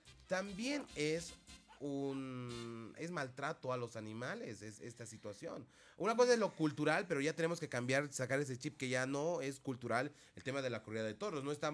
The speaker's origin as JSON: {"language": "Spanish", "country": "Bolivia"}